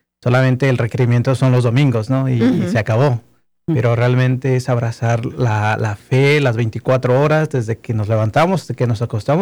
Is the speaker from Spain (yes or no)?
no; Mexico; moved away as an adult; now in Phoenix, United States; yo estoy aquí como misionero porque vengo de México y pues muy encantado de estar aquí participando con ustedes, de servir en la diócesis de Phoenix